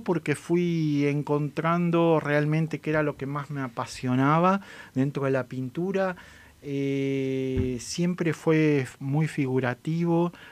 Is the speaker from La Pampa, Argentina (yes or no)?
yes; Ingeniero Luiggi, La Pampa, Argentina; mi pueblo natal, Ingeniero Luis de la Pampa, donde tengo los comienzos, ahí nace mi arte, desde muy chico con mi padre